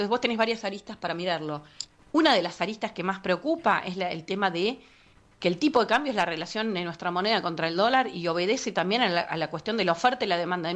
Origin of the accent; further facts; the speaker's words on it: Argentina; ver cómo realmente somos competitivos, ¿no? Como Argentina.